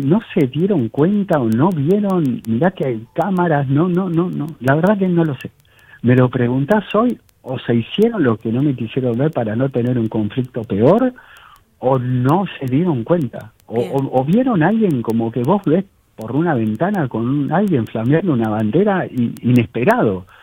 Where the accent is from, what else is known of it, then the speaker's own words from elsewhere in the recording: Argentina; seguimos siendo los argentinos